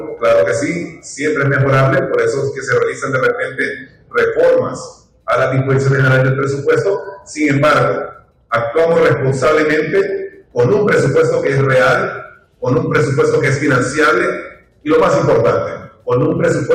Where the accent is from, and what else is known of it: Honduras